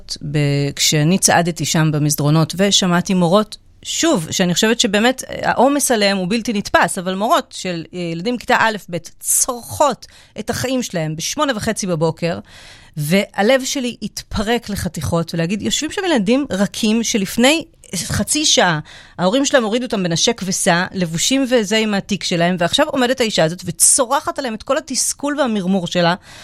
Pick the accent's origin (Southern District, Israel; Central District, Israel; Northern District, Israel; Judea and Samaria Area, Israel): Central District, Israel; Netanya; now in Pardes Hanna, Israel; אז אני גדלתי בנתניה